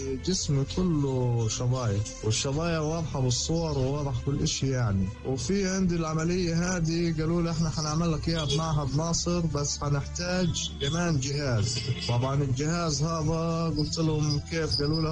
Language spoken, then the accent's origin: Arabic; Gaza Strip, Palestine; moved away as an adult; now in Egypt; أنا عانيت يعني فترة طويلة لما أنا طلعت من غزة كمان